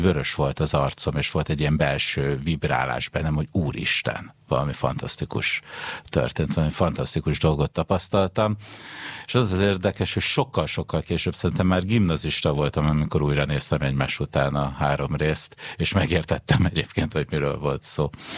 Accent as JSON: {"language": "Hungarian", "region": "Budapest", "country": "Hungary", "tie": "born or raised there", "said": "1977. december 4-én születtem Budapesten."}